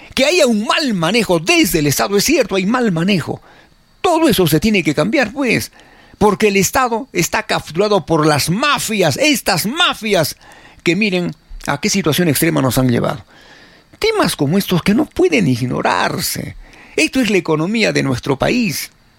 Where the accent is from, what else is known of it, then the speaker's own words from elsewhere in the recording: Peru; nosotros como peruanos